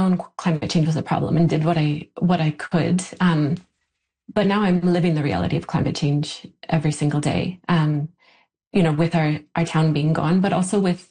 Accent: Lytton, British Columbia, Canada; I grew up in Lytton and was here kind of off and on for most of my adult life and settled down here. I'm a single parent.

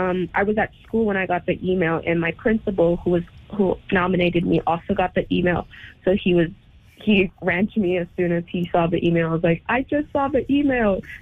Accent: Watson Lake, Yukon, Canada; born there; also born or lived in China

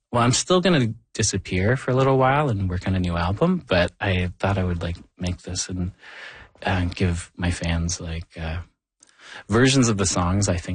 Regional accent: Thunder Bay, Ontario, Canada; And I bring that back even to growing up in Thunder Bay, where like, you know, there is like, you know, a lot of tensions between the indigenous and non-indigenous communities up there.

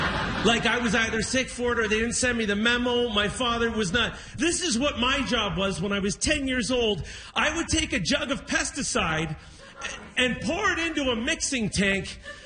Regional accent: Niagara-on-the-Lake, Ontario, Canada; Thank you, Niagara on the Lake, my hometown.

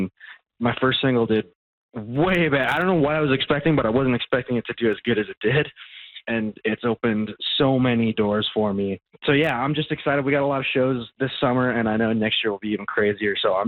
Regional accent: Prince Albert, Saskatchewan, Canada; my hometown, Prince Albert.

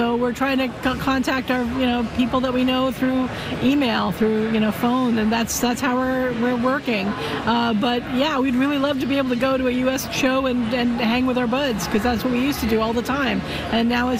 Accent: Canada; also born or lived in United States; I'm American born and I don't even want to go there. I grew up in Canada. I'm a Canadian citizen now.

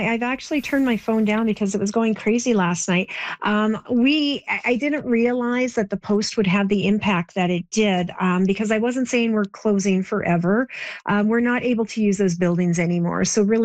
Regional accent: Torrington, Alberta, Canada; I grew up in Torrington, and it was vastly different than what it is now. At that time, it had several stores, businesses, services, little shops. It was a busy place. It was quite wonderful. And the reason for that is agriculture.

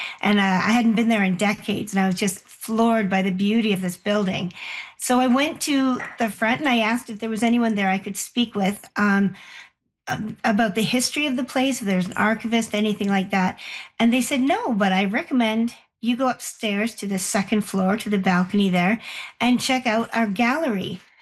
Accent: Toronto, Ontario, Canada; The first was that I'm from Toronto originally, and I couldn't help noticing every time I came home how different the city was becoming geographically

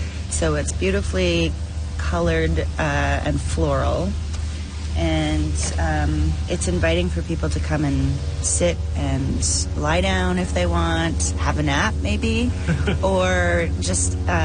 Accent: Winnipeg, Manitoba, Canada; I'm from Manitoba, Winnipeg.

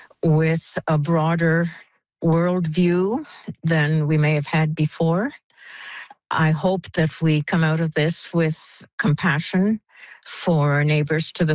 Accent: Canada; I've never felt more Canadian than I do right now.

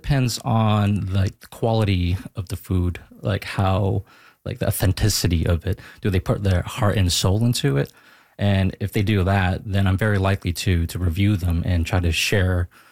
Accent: London, United Kingdom; moved away as an adult; also born or lived in Cambodia; before coming here to London, where I grew up, actually, it's my hometown, I was in Cambodia

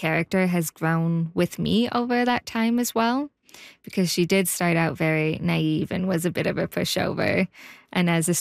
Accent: Vancouver, British Columbia, Canada; moved away as an adult; now in Yellowknife, Canada; I'm born and raised in Vancouver, and as much as I love Yellowknife and this is my home now, Vancouver is my first home.

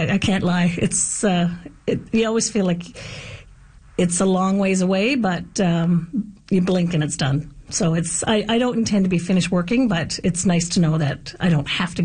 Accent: Codroy Valley, Newfoundland and Labrador, Canada; moved away as an adult; I'm originally from the Conroy Valley on the Southwest Coast, and I moved here in August, September 1995.

